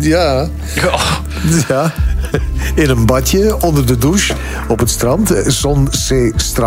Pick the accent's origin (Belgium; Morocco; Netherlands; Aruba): Belgium; Lummen, Flanders; moved away; Ik ben Limburger van origine, hè?